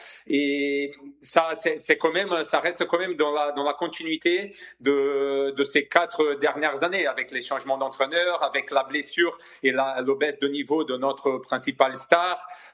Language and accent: French; Brazil; mais aussi en tant que Brésilien comme Chris